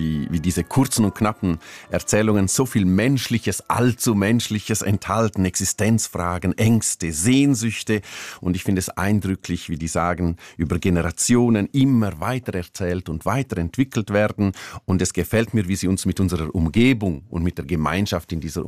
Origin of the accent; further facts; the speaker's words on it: Zuoz, Graubünden, Switzerland; Oder auch den Riesen, der hinter dem Berg Bizmezem in Zuz, wo ich aufgewachsen bin, sitzt.